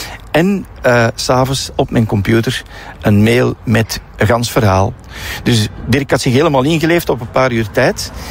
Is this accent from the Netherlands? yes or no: no; Heffen, Antwerp, Belgium; is eigenlijk afkomstig van hier. En ik ben eigenlijk in Heffen ben ik … Dus mijn grootvader, die was molenaar. En zo. Dus dat dorp was klein.